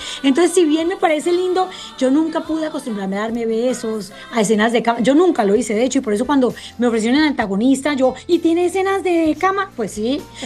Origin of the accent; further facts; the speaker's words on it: Cali, Valle del Cauca, Colombia; lo marca uno como caleño, la salsa